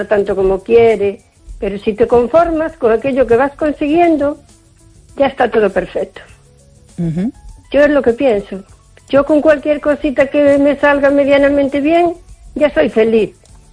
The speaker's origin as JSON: {"language": "Spanish", "town": "O Carballiño", "region": "Galicia", "country": "Spain", "said": "la de Carballiño."}